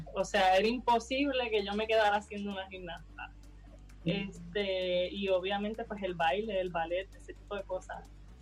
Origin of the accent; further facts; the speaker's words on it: San Juan, Puerto Rico; born there; Yo nací aquí en San Juan.